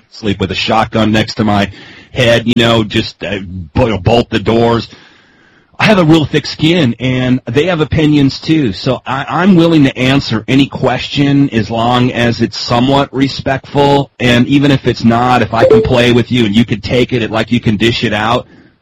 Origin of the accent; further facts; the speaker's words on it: Ireland; You know, I'm Irish, and the old adage is some people see the glass as half empty, some people see the glass as half full.